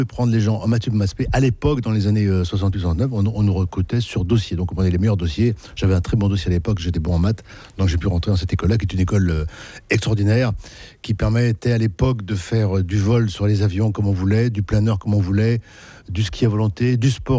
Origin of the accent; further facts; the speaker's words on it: Paris, Île-de-France, France; Parce que moi, je venais de Paris. À Paris, il y avait très, très peu de possibilités pour le sport, à part quelques piscines et des terrain